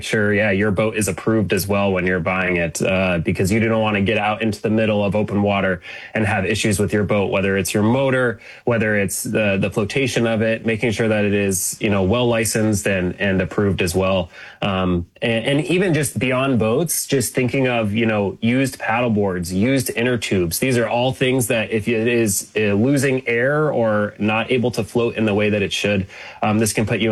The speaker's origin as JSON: {"language": "English", "town": "Federal Way", "region": "Washington", "country": "United States", "tie": "born or raised there", "said": "I grew up in Federal Way, and I just absolutely love the community of the south end of Seattle."}